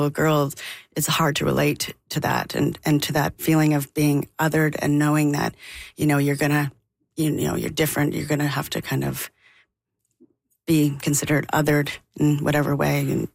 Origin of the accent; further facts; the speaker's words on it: Alberta, Canada; So I think it wasn't until I got a little older, you know, growing up in Alberta in the 90s